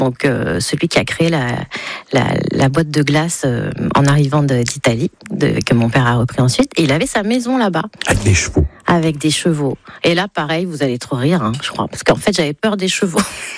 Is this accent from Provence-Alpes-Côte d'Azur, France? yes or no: yes; Nice, Provence-Alpes-Côte d'Azur, France; Je suis du sud. Et je sais à peine nager, je suis niçoise.